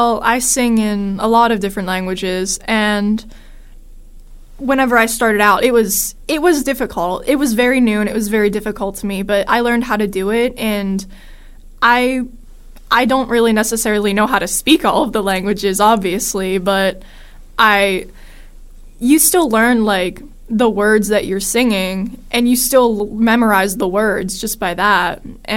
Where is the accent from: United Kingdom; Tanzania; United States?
United States; Monaca, Pennsylvania; I'm from Monaca.